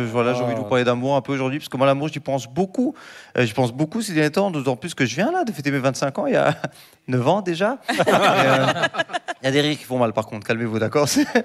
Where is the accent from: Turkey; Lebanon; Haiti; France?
Turkey; Les amis, je suis turc. J'ai pas le temps, d'accord?